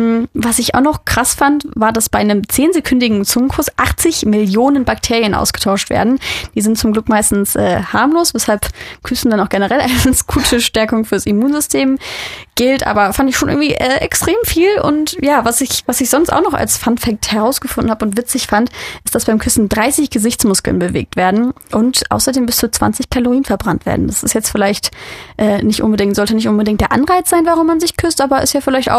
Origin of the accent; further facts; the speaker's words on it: Düsseldorf, North Rhine-Westphalia, Germany; Ich komme ja aus Düsseldorf